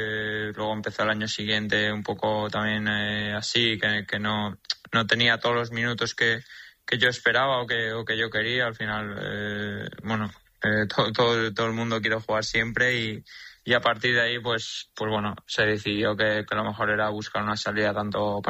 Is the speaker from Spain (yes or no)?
yes; Valencia, Valencian Community, Spain; porque al final yo me he criado allí, soy del Valencia